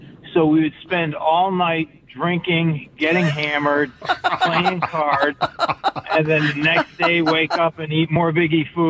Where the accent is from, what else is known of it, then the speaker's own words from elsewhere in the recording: Massachusetts, United States; now in Westford, United States; I grew up out in Western Mass, and back in the late 80s and 90s